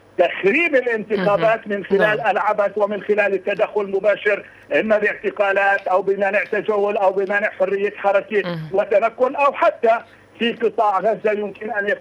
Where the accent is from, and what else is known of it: Palestine